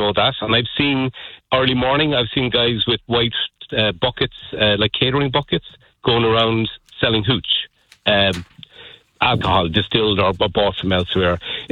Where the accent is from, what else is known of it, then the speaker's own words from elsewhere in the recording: Cork, Munster, Ireland; Again, when I was growing up in Cork, there were maybe two or three, we used to call them winos.